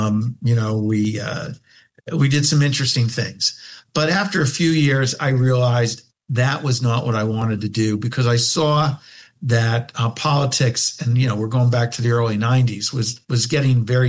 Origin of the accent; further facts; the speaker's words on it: Pennsylvania, United States; I have good contacts, but I'm from Western Pennsylvania.